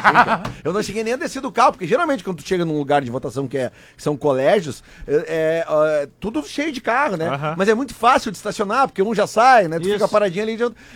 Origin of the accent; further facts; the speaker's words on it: Porto Alegre, Rio Grande do Sul, Brazil; Em Porto Alegre, onde eu me criei, onde eu voto desde sempre.